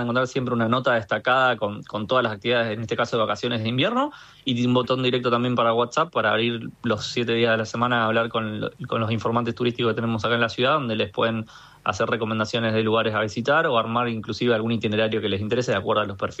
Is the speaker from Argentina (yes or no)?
yes; Rosario, Santa Fe, Argentina; el Monumento Nacional a la Bandera renovado, que nosotros como rosarinos a veces lo damos por sentado